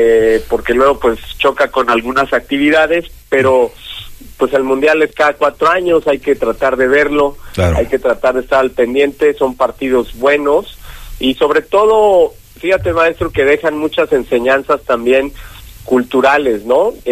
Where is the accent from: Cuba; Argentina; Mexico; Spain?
Mexico